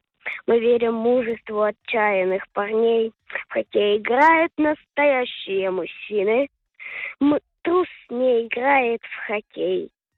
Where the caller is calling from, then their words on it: Moscow, Russia; Я из Москвы